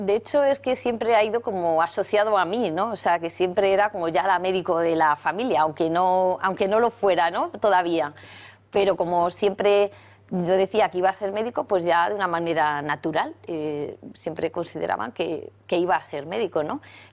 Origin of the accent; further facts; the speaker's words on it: Segovia, Castile and León, Spain; somos una familia de Segovia pues muy normal, muy, uh-huh, muy estándar. Soy la segunda de 4 hermanos.